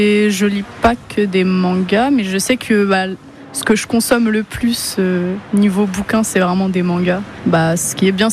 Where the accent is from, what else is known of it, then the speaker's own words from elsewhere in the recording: Tours, Centre-Val de Loire, France; je suis de Tours.